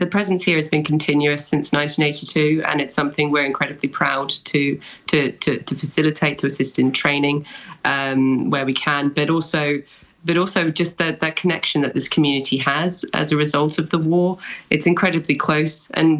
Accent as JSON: {"language": "English", "country": "Falkland Islands", "tie": "born or raised there", "said": "growing up in the Falklands, as I have, and as the rest of us in the society have done"}